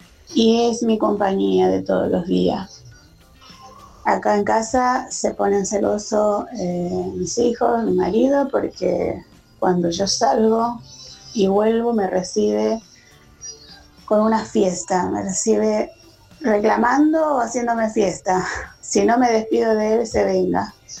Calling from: Merlo, Buenos Aires Province, Argentina; de Merlo, zona Mariano Acosta

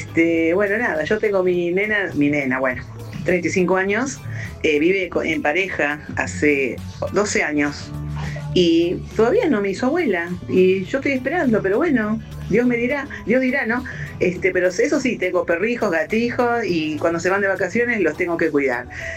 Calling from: Buenos Aires, Argentina; de Lugano.

